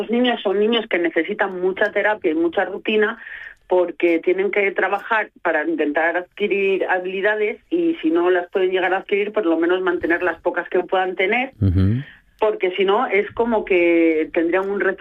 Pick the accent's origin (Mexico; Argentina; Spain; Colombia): Spain; Gijón, Asturias; En este caso nosotros somos de Gijón, la llevamos a Oviedo